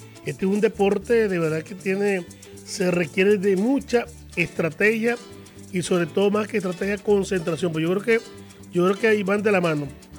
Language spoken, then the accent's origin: Spanish; Zaraza, Guárico, Venezuela; guariqueño y de Saraza